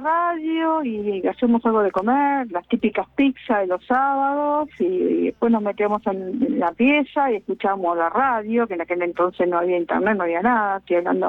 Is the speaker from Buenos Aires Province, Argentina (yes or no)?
yes; Lomas de Zamora, Buenos Aires Province, Argentina; Sí, sí, nací en Lomas, en el centro de Lomas. Cursé mi primaria a 6 cuadras. Hice mi secundario en el centro de Lomas, que estoy a unas 20 cuadras.